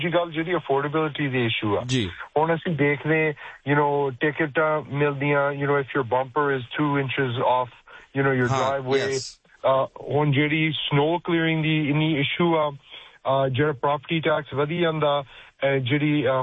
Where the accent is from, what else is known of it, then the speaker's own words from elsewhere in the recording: Brampton, Ontario, Canada; ਮੈਂ ਬ੍ਰੈਂਪਟਨ, ਮੇਰੀ ਸਾਰੀ ਲਾਈਫ ਮੈਂ ਇੱਥੇ ਗਰੋ ਅਪ ਹੋਇਆ।